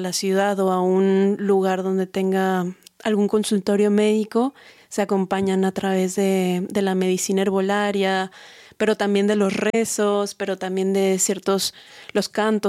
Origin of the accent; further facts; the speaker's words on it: Mexico City, Mexico; Porque yo, por ejemplo, soy originaria de Ciudad de México